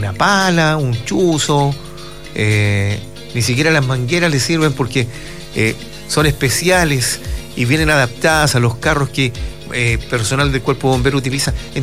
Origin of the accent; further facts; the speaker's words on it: Chile; me considero tan chileno, quiero tanto mi país